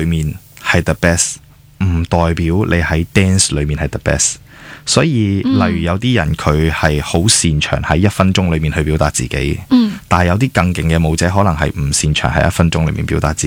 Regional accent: Hong Kong; 我們曾經在香港土生土長的20年

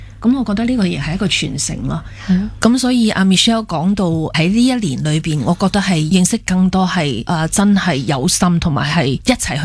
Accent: Hong Kong; moved away; 我们香港人呢，很多时传统的香港人都会说施比受更有福啦。

